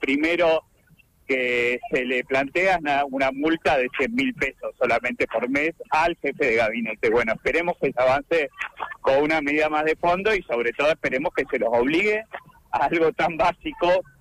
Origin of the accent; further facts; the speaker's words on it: Trelew, Chubut, Argentina; porque somos de Trelew, caminamos los barrios